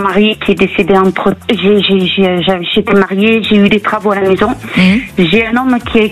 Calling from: Occitanie, France; je vous appelle du Tarn.

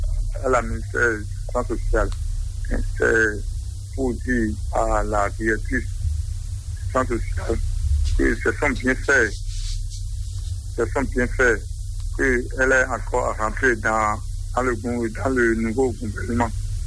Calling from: Porto-Novo, Ouémé, Benin; J'appelle de Porto Nouveau, commune de l'arrondissement de Manri, Katiyeji.

